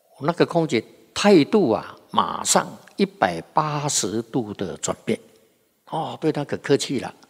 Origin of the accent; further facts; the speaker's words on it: Taiwan; 我们台湾的人